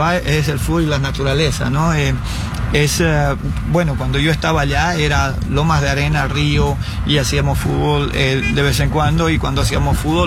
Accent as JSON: {"language": "Spanish", "town": "Santa Cruz de la Sierra", "region": "Santa Cruz", "country": "Bolivia", "moved": "yes", "said": "Yo soy de Santa Cruz, Bolivia."}